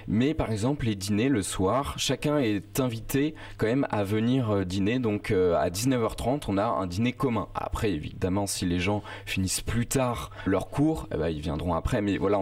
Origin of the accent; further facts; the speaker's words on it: Poissy, Île-de-France, France; now in Reims, France; Alors moi, j'ai grandi à Poissy, donc dans les Yvelines.